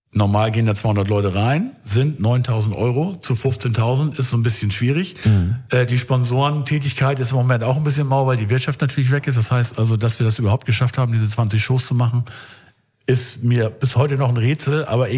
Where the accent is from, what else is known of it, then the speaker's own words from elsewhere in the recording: Schleswig, Schleswig-Holstein, Germany; Ich komme ja aus Schleswig, also ich bin ja geboren in Schleswig.